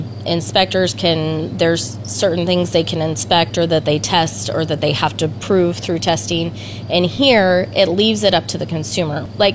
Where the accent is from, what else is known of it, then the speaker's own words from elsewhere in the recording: Lincoln, Nebraska, United States; moved away as an adult; now in rural Nebraska, United States; We actually moved out to the country from Lincoln. We're both from Lincoln. And we moved out here in 2014